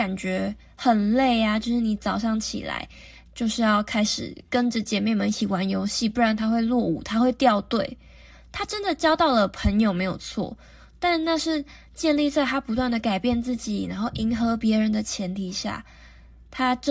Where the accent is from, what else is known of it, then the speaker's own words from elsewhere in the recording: Hualien, Hualien County, Taiwan; 因为我其实是从花莲要来到台北读书，那是一个全新的环境